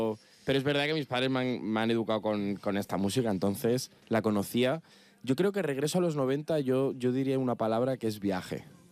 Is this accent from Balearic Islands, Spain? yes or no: no; Salamanca, Castile and León, Spain; also born or lived in Sion, Switzerland / Barcelona; now in Madrid, Spain; Me he criado aquí, en Barcelona, Salamanca y Madrid.